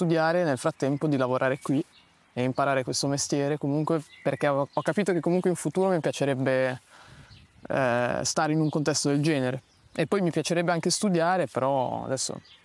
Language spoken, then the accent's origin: Italian; Bologna, Emilia-Romagna, Italy; moved away; Io sono di Bologna e quindi ero abituato a una vita molto urbana